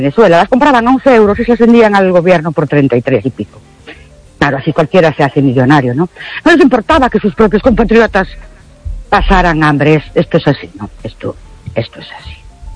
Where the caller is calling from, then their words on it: Ourense, Galicia, Spain; soy animadora de Urense.